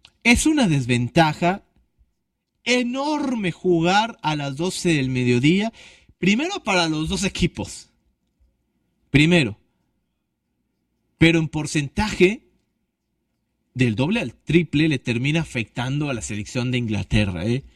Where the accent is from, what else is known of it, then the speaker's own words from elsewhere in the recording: Mexico; nosotros a lo mejor como mexicanos